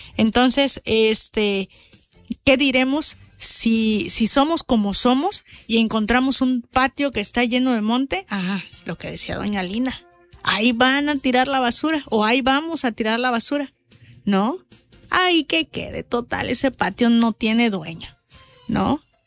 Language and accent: Spanish; Mapastepec, Chiapas, Mexico; somos buenos mapanecos o somos muy buenos mexicanos